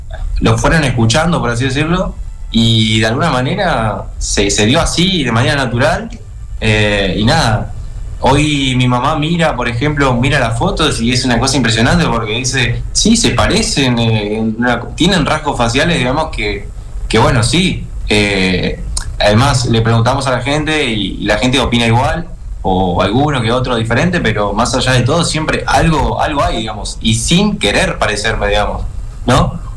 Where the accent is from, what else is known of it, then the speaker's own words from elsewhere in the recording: Villa Ángela, Chaco, Argentina; moved away as an adult; now in Buenos Aires, Argentina; soy chaqueño, soy de Villa Ángela